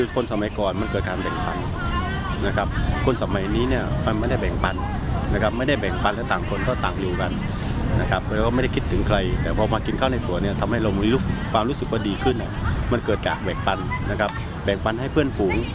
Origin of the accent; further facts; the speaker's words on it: Trang, Thailand; now in Bangkok, Thailand; ผมจริงๆก็เป็นคนใต้ครับนะครับผมอยู่จังหวัดตรังนะครับแล้วก็มาอยู่กรุงเทพจริงๆก็ตั้งแต่ปี38